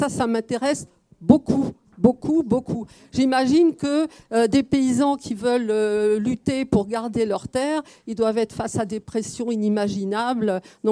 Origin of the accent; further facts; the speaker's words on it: Paris, Île-de-France, France; Je suis une immigrée, je viens de Paris 15e.